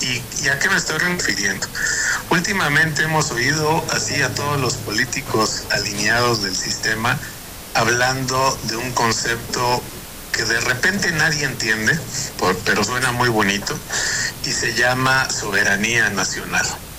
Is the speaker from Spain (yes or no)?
no; Mexico; porque lo estoy enjuiciando aquí en mi país, en mi propio país, porque está cometiendo delitos en mi país. Imagínense cómo se vería México ante el mundo